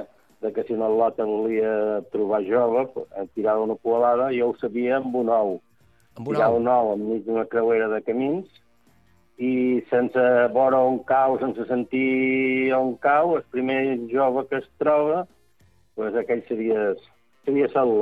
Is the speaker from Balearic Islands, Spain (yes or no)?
yes; Santa Eulària des Riu, Balearic Islands, Spain; jo som de Sant Eulari, no som de Sant Joan